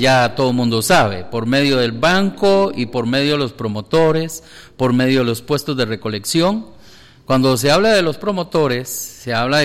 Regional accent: Moravia, Coronado, Guadalupe, San José, Costa Rica; la gente de mi pueblo, Moravia, Coronado, Guadalupe.

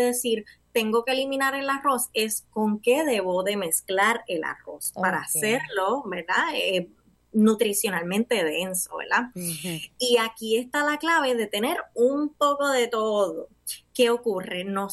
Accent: Puerto Rico; me incluyo como boricua

